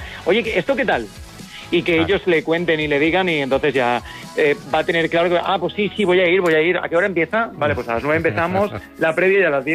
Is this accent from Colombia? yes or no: no; Valencian Community, Spain; como Villena, como pasa en mi tierra en Valencia, que hay muchas bandas, muchas orquestas, pues eso, mucha conexión con la música.